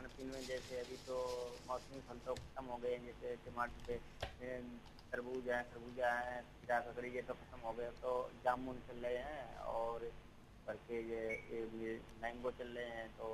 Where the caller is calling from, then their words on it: Farrukhabad, Uttar Pradesh, India; मैं डिस्ट्रिक्ट फर्रुखाबाद उत्तर प्रदेश से, कानपुर के पास से मेरा जिला लगता है, फर्रुखाबाद जिला लगता है, वहाँ से बात कर रहा हूँ।